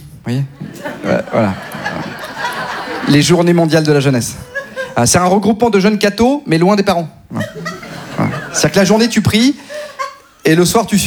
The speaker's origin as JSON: {"language": "French", "town": "Neuilly-sur-Seine", "region": "Île-de-France", "country": "France", "tie": "born or raised there", "said": "Alors moi je suis une caricature parce que non seulement j'ai grandi à Neuilly, mais en plus dans une famille nombreuse, mes parents ont fait 7 enfants."}